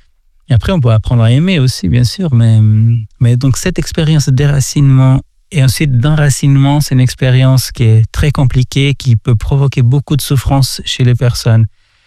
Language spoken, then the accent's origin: French; Portugal; now in Geneva, Switzerland; moi, je suis portugais d'origine